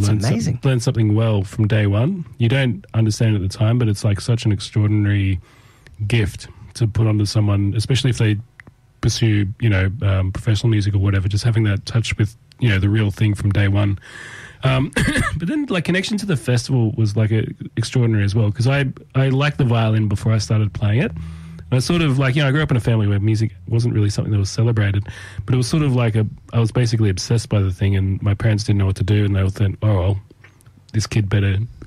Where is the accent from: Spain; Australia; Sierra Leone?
Australia; Tamworth, New South Wales; I grew up in Tamworth, yes.